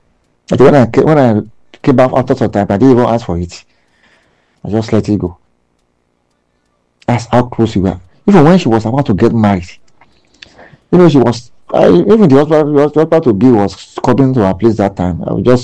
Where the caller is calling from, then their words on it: Lagos, Nigeria; I'm from Lagos.